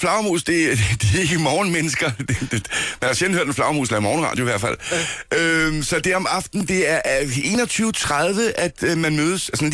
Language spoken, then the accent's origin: Danish; Frederiksberg, Capital Region of Denmark, Denmark; moved away; jeg voksede op på Frederiksberg